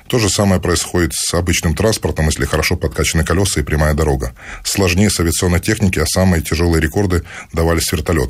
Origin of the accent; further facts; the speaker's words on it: Lyubertsy, Moscow Oblast, Russia; Я себя отождествляю с обычным человеком, зожником, как я говорю, из Люберец.